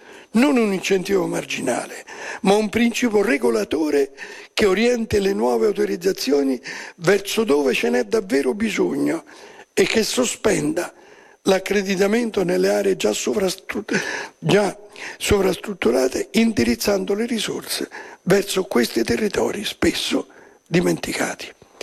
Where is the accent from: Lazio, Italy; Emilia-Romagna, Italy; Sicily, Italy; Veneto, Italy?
Sicily, Italy; Anch'io sono siciliano, ormai mi devo chiedere.